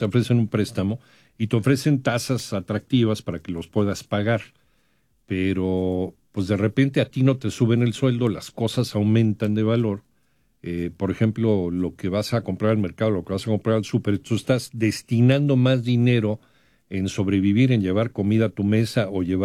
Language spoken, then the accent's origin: Spanish; Mexico